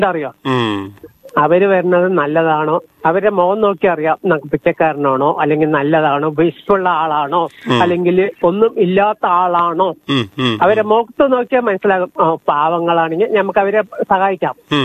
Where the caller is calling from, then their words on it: Palakkad, Kerala, India; ഞങ്ങൾ പാലക്കാടുകാര് ഒത്തൊരുമയുള്ള ആളാണ്.